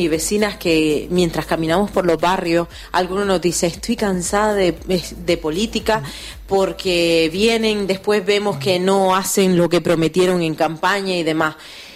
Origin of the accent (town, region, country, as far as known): Ingenio, Canary Islands, Spain